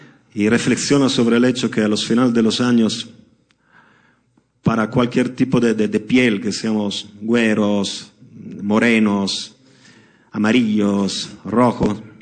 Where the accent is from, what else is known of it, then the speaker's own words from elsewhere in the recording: Italy; Spanish is a second language; moved away as an adult; now in Mexico; Si yo lo digo que soy italiano